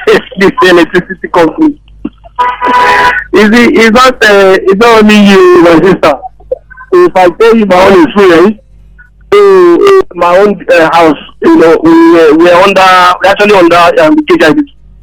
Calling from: Bangalore, Karnataka, India; I'm calling from Bangalore

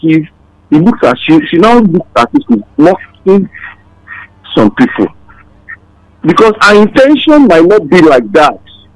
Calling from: Lagos, Nigeria; from Ojota.

